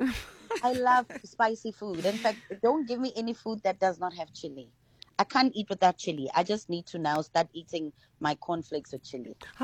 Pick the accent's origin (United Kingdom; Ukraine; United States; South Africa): South Africa; Pretoria, Gauteng; I grew up in Pretoria.